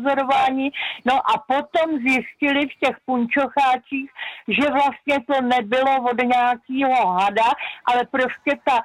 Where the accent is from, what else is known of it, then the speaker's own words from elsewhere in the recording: Prague, Czechia; já jsem původem z Prahy a bejvala jsem v Podolí na pokladně